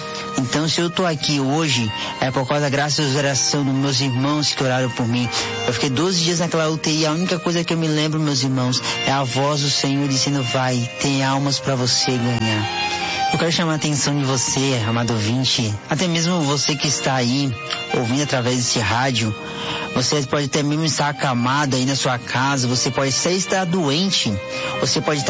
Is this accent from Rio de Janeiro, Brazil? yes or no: no; Florianópolis, Santa Catarina, Brazil; sou da cidade de Florianópolis, Santa Catarina.